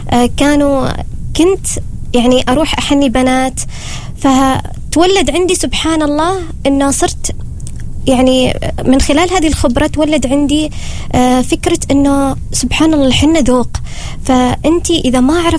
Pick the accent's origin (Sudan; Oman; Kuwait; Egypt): Oman; خصوصا عندنا في عمان، يعني في عمان عندنا الحنة مرغوب بدرجة كبيرة.